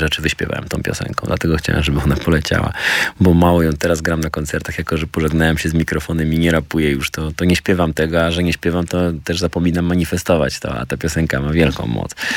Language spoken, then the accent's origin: Polish; Zielona Góra, Lubusz Voivodeship, Poland; moved away; pojechaliśmy do Zielonej Góry i tam pamiętam właśnie moje rodzinne miasto.